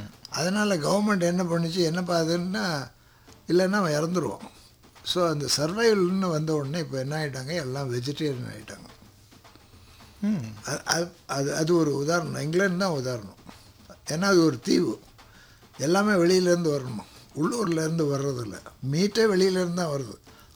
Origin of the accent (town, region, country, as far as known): Tamil Nadu, India